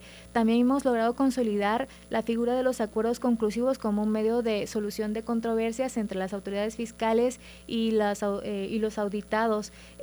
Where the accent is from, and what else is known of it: Mexico